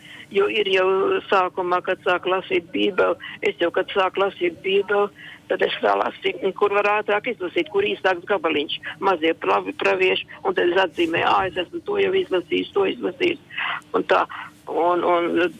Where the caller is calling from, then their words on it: Riga, Latvia; Es esmu no Rīgas, jā. Es esmu no Rīgas.